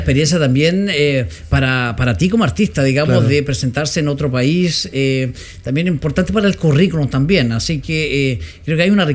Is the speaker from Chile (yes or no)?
yes; Chile; no uno como chileno